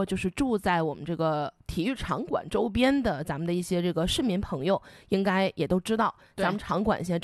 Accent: Liaoyuan, Jilin, China; 身为我作为辽源人

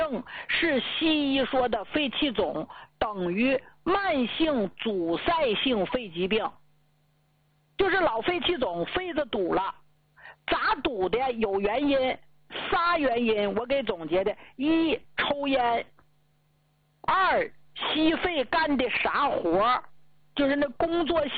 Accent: Jilin, China; moved away; 咱都本乡本土的家乡人啊，我就是咱们吉林地区出来的

